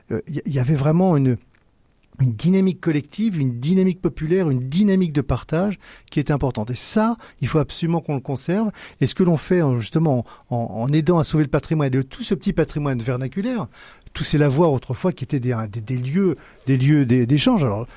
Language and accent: French; Rouen, Normandy, France; born there; moved away as an adult; je suis né à Rouen. Alors voilà, on ne peut pas me reprocher, on ne peut pas être... je suis local, hein, vraiment. Mais par contre, j'ai fait une grande partie de mes études et ma carrière professionnelle ailleurs qu'en Normandie.